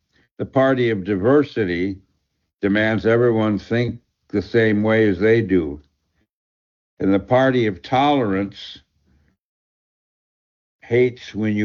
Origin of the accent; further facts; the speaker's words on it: Connecticut, United States; I grew up in Southeast Connecticut near the Coast Guard Academy